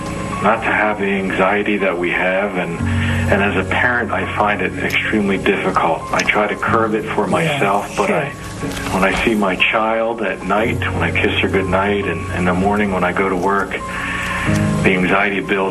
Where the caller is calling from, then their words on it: Pennsylvania, United States; calling from Pennsylvania.